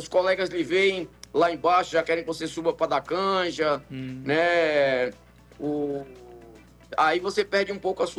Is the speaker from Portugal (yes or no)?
no; Northeast Region, Brazil; moved away; quando eu vim do Nordeste pro Sudeste, fiquei morando 5 meses lá